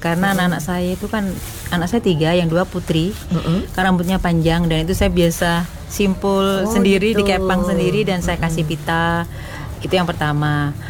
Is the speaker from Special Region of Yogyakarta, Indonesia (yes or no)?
yes; Special Region of Yogyakarta, Indonesia; Saya asalnya dari Ambarukmo Catur Tunggal.